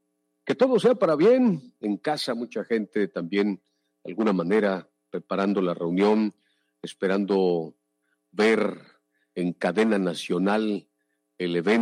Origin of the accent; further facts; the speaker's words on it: Mexico